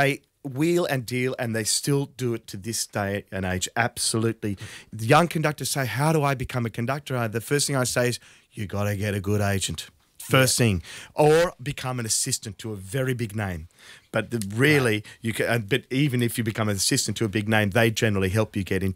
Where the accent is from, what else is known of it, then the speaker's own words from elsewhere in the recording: Australia; I'm Australian.